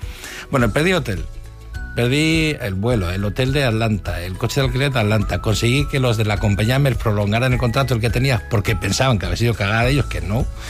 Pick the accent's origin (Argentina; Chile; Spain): Spain; Y dice, ¿de dónde sois? ¿Sois americanos? No, somos españoles.